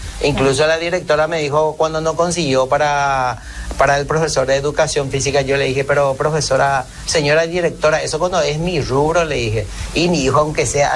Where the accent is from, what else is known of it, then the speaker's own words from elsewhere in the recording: Eugenio A. Garay, Guairá, Paraguay; moved away; yo vine de la campaña de Eugenio Agaray, de a 40 kilómetros de Villarrica, frente mismo al Cerro de Uiturusú, ahí por donde se sube al Cerro Tres Candú. Ahí yo nací y de una familia de agricultor